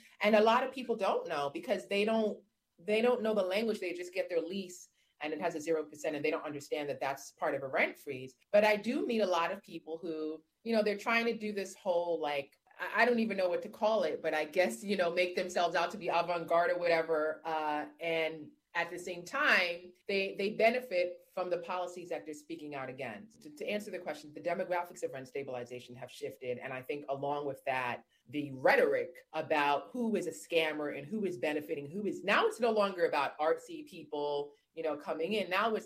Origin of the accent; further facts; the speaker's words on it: New York City, New York, United States; I grew up in Brownsville, Brooklyn, and that is a low-income area in New York City